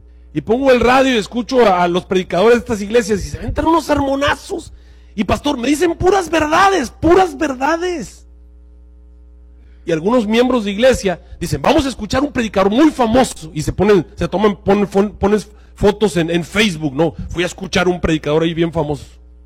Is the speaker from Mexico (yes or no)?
yes; Mexico